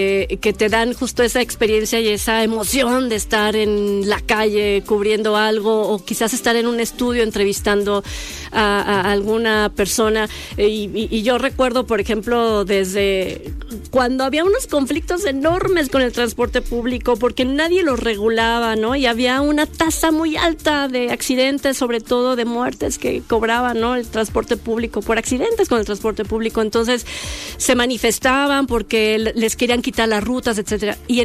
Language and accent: Spanish; Apatzingán, Michoacán, Mexico; now in Guadalajara, Mexico; Soy, bueno, nacimos, toda mi familia es de aquí de Guadalajara, pero por cuestiones de trabajo de mi papá nos fuimos a Patzingán, Michoacán. Y sí, allá estuvimos estudiando hasta la secundaria.